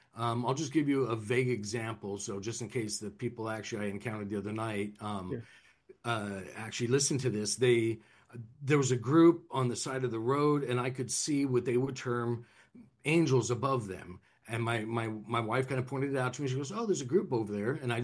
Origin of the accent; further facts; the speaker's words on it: California, United States; And I'm from California, and I've lived in all these states myself